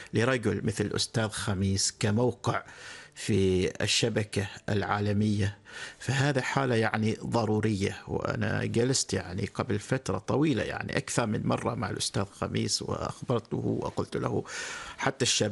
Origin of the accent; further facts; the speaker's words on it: Oman; فيما يتعلق بالتفكير الديني عندنا في عمان